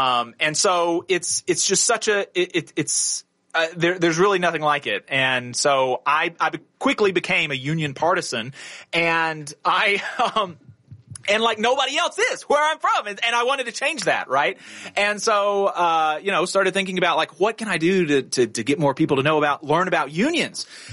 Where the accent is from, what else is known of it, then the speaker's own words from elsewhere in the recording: Huntsville, Alabama, United States; I grew up in Alabama. Born and raised Huntsville, Alabama. That's everywhere I've ever lived.